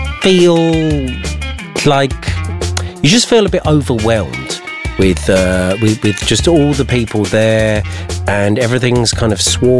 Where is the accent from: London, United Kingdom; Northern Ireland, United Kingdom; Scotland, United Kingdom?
London, United Kingdom; I come from London.